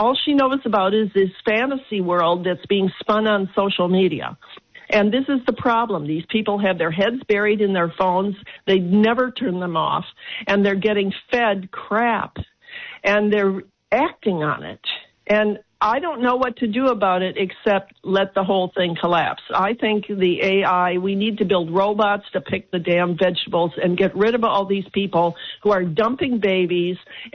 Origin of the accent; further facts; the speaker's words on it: Chicago, Illinois, United States; I was looking when I grew up in Chicago. I saw these pretty high-rise buildings on the south side.